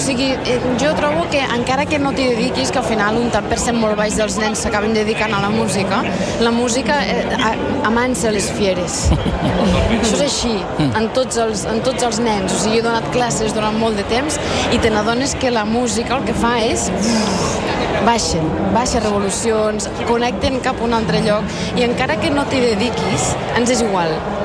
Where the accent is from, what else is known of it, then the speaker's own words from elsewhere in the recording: Agramunt, Catalonia, Spain; Jo soc de Gramunt.